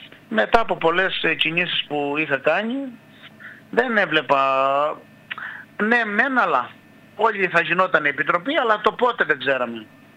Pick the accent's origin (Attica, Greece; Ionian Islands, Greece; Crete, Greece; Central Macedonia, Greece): Crete, Greece